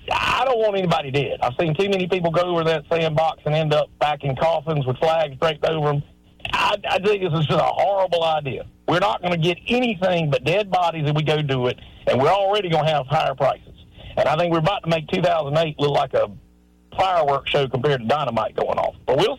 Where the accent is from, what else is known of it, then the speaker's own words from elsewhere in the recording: United States; I mean, we as the American people, we're doing reverse asset purchases